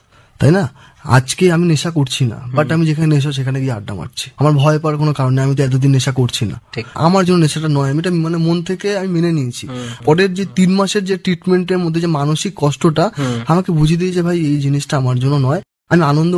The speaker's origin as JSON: {"language": "Bangla", "town": "Shyamnagar", "region": "West Bengal", "country": "India", "said": "আমার বাড়ি শ্যামনগর, আমার কলকাতাতেও এক আত্মীয়ের বাড়ি আছে।"}